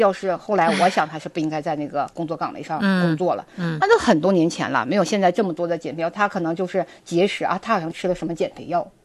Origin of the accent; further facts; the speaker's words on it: Northeast China, China; 咱们东北人的习惯呢，是夜间吃得很好